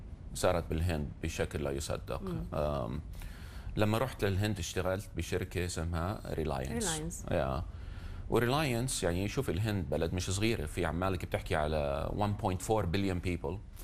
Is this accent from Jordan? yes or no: yes; Jordan; born there; يعني أنا انولدت بالأردن، عيلتي نص عيلتي كلها شركسية، نص عيلتي أردنية.